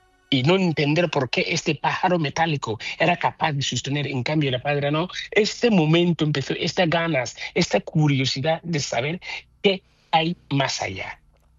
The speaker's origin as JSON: {"language": "Spanish", "country": "Ghana", "moved": "yes", "lives_now": "Barcelona, Spain"}